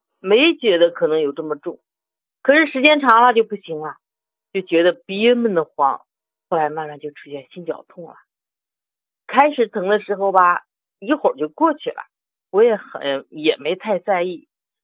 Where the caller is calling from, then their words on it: Chengde, Hebei, China; 我是河北承德的。